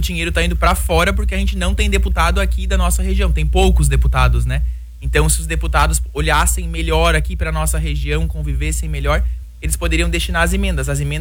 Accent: Balneário Camboriú, Santa Catarina, Brazil; eu nasci aqui em Balneário, me criei aqui no nosso litoral, conheço as praias, tudo.

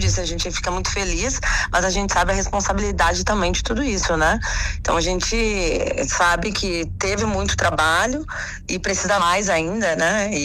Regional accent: Rio Grande do Sul, Brazil; como eu moro na Serra, sou da Serra, ando, caminho, eu não preciso gastar muita saliva para me convencer dos problemas da nossa região

